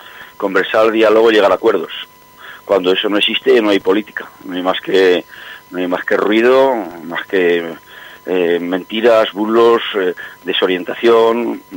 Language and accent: Spanish; Villafeliche, Aragon, Spain; Yo estoy orgulloso de mi pueblo